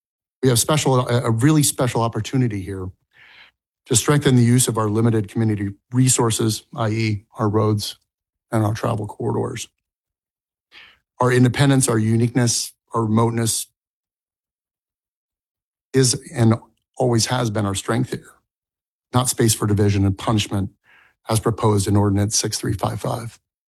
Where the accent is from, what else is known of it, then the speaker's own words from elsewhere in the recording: Fairbanks, Alaska, United States; I was born and raised in Fairbanks and raising a family up in Chena Ridge.